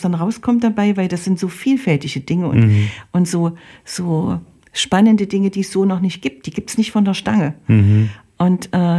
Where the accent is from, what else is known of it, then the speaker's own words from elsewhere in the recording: Germany; Also ich bin in der DDR groß geworden